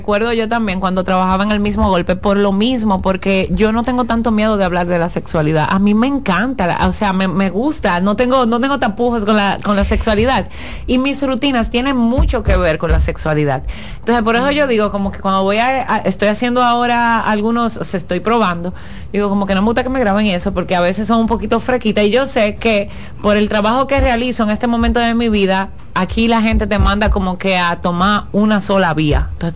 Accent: Higüey, La Altagracia, Dominican Republic; born there; Yo nací en Higüey

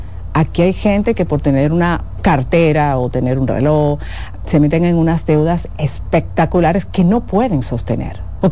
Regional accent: Dominican Republic; los dominicanos engañamos mucho.

